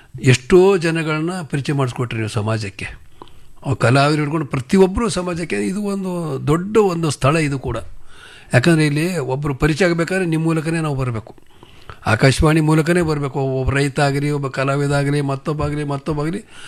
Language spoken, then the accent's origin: Kannada; Bidar, Karnataka, India